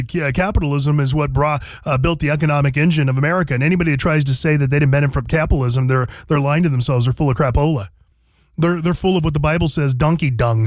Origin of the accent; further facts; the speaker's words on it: California, United States; moved away as an adult; And I'm from California, born and raised.